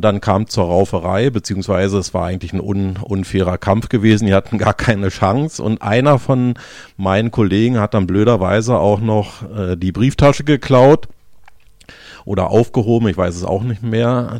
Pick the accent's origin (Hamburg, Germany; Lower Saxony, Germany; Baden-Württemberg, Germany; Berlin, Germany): Berlin, Germany; wir als Berliner in unserer Stadt, Anhänger des Berliner Fußballclubs Dynamo